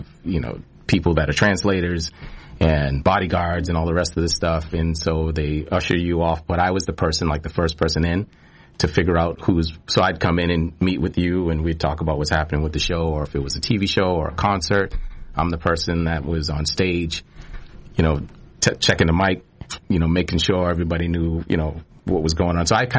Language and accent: English; Boston, Massachusetts, United States; I grew up in Boston, in Dorchester.